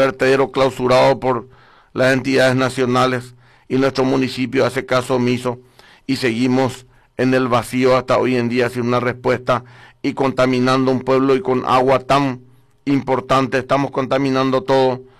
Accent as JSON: {"language": "Spanish", "town": "Carapeguá", "region": "Paraguarí", "country": "Paraguay"}